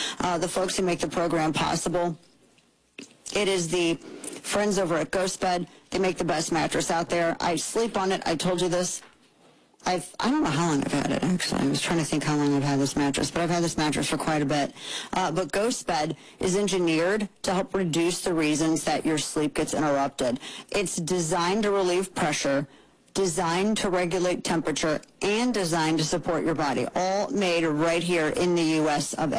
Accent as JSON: {"language": "English", "region": "Missouri", "country": "United States", "tie": "born or raised there", "said": "We got involved in that race because that's my home state."}